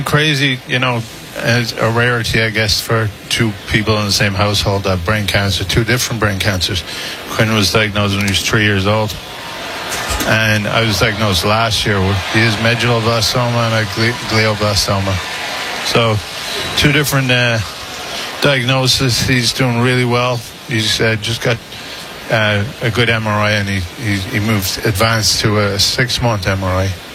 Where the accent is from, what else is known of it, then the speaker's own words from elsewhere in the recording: County Meath, Ireland; I'm just from County Meath, just outside Dublin.